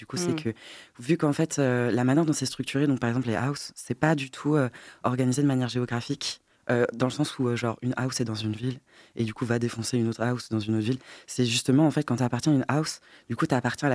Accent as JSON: {"language": "French", "town": "Rennes", "region": "Brittany", "country": "France", "tie": "born or raised there", "moved": "as an adult", "lives_now": "Nantes, France", "said": "Je suis rennais, je suis née à Rennes, mais dans une famille qui supporte et vient de Loire-Atlantique et du coup qui m'a fait grandir aux couleurs jaune et vert."}